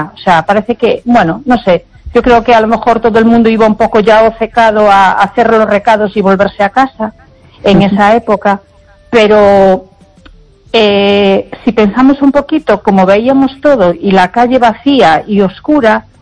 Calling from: A Coruña, Galicia, Spain; de Coruña.

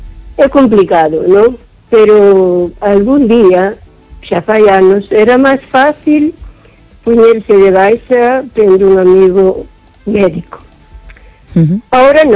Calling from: O Carballiño, Galicia, Spain; de Carballiño.

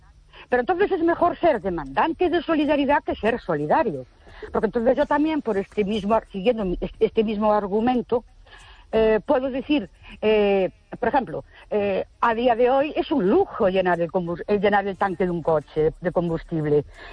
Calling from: Ourense, Galicia, Spain; de Ourense.

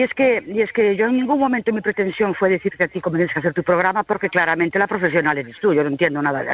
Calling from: Ourense, Galicia, Spain; de Urense

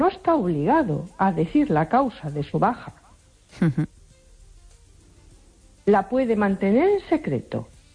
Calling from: A Coruña, Galicia, Spain; de Coruña.

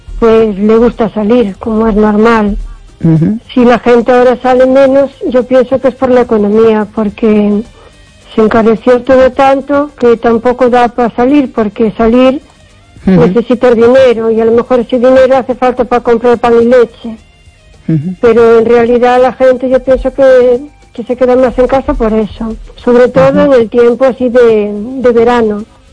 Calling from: O Carballiño, Galicia, Spain; de Carballiño.

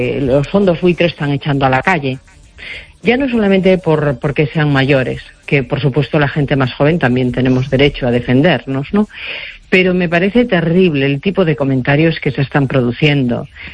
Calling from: Narón, Galicia, Spain; de Narón.

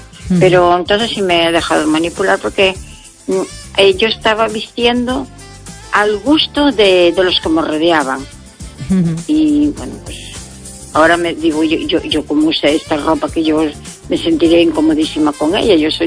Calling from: Pontevedra, Galicia, Spain; de Pontevedra.

